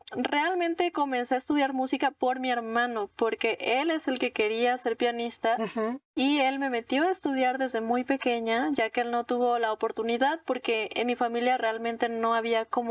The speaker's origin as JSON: {"language": "Spanish", "town": "Xalapa", "region": "Veracruz", "country": "Mexico", "tie": "born or raised there", "said": "Yo tenía 7 años cuando ingresé al Centro de Iniciación Musical Infantil en Jalapa. Soy de Jalapa, Veracruz."}